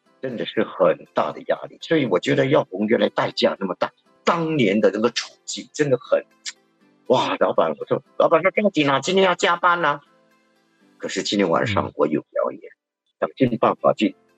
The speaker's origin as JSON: {"language": "Chinese", "country": "Singapore", "said": "你知道我们新加坡人吃在富靠达吃东西以后"}